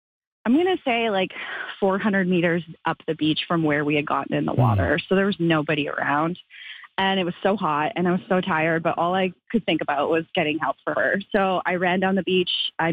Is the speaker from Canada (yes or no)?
yes; Manitoba, Canada